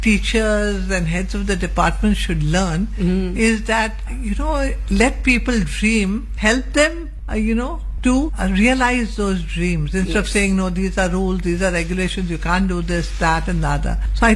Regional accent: Karnataka, India; English is a second language; when I joined the hospitals and all, they were surprised that I could even speak English because I came from Karnataka.

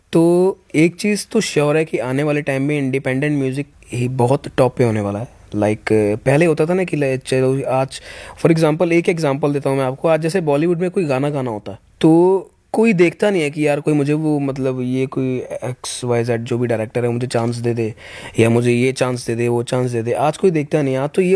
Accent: Punjab, India; मैं भी पंजाबी हूँ, वो भी पंजाबी हैं, और पूरे पंजाब को वर्ल्ड वाइड रिप्रेजेंट भी कर रहे हैं

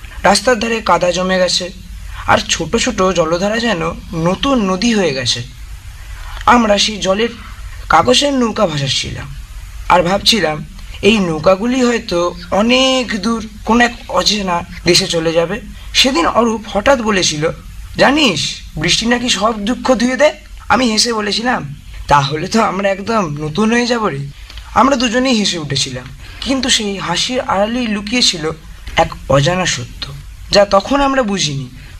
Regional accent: Bagnan, West Bengal, India; Sir, আমি Ramakrishna mission পুরুলিয়ার ছাত্র এবং আমি হাওড়া জেলার বাগনান থেকে এসেছি।

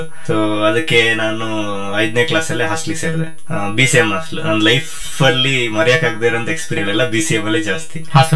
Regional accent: Halenahalli, Karnataka, India; also born or lived in Hassan; ಅಲ್ಲಿಂದ ಇಳಿದು 1-3 ಕಿಲೋಮೀಟರ್ ನಡ್ಕೊಂಡು ಹೋದ್ರೆ ಹಾಲೇನಹಳ್ಳಿ ಅಂತ ಸಿಗುತ್ತೆ. ನಮ್ಮೂರಲ್ಲಿ 30 ಮನೆ ಇದೆ, ತುಂಬಾ ಚಿಕ್ಕ ಊರು

